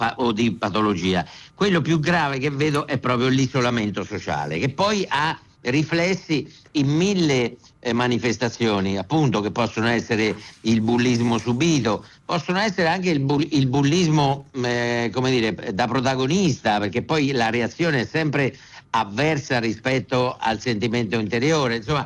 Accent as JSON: {"language": "Italian", "region": "Umbria", "country": "Italy", "said": "io sono umbro, quindi so che di queste cose abbiamo veramente tanto bisogno"}